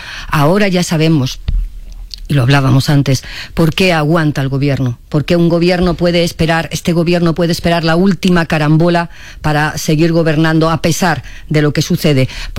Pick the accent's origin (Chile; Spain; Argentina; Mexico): Spain; Castile and León; Ya le vendría bien a mi tierra, a Castilla y León, tener migración joven allí